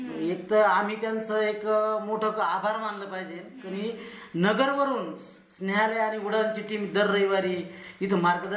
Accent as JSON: {"language": "Marathi", "town": "Karandi", "region": "Maharashtra", "country": "India", "said": "आमच्या करंदी ग्रामस्थांना"}